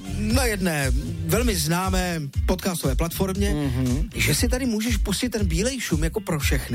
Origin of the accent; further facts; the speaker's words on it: Brno, South Moravian Region, Czechia; born there; Já jsem třeba v Brně v Králově Poli, usínal, kousek byl nádraží Královopolský